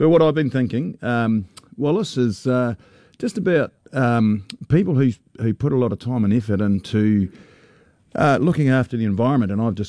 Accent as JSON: {"language": "English", "country": "New Zealand", "said": "It's part of being a Kiwi, I think."}